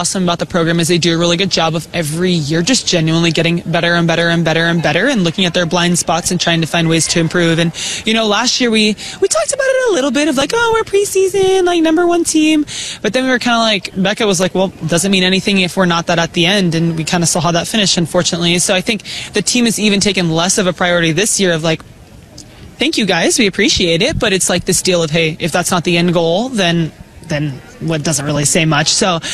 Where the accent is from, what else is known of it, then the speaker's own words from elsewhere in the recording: Texas, United States; I mean, you have Texas fans there. I'm from Texas. I know what that looks like.